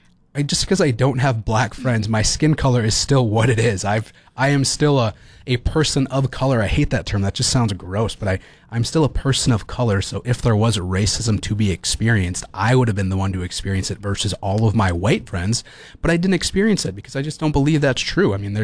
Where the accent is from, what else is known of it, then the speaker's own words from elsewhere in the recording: Oakes, North Dakota, United States; You know, I'm from Oaks, North Dakota. I've said that before on here. If any of you guys know where Oaks is, it's a small community. We have about 2,000 people in Oaks, roughly, give or take.